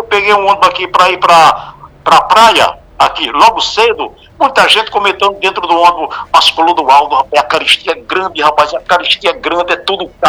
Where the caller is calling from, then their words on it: Brazil; sou brasileiro